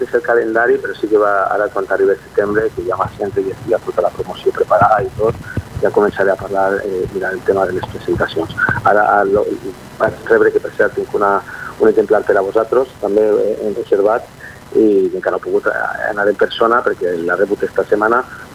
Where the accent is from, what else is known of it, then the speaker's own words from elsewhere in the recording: Oliva, Valencian Community, Spain; a la gent del meu poble a disfrutar que ja comencen les festes del Ribollet, la nostra patrona.